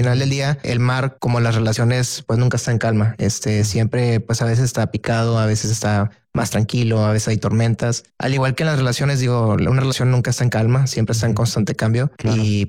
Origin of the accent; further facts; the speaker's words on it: Guadalupe, Nuevo León, Mexico; Yo soy de aquí de Monterrey, Nuevo León. ¿De qué parte de la ciudad? Soy de Guadalupe. Guadalupe. Del municipio de Guadalupe. Muy criado, bien. Nacido ahí.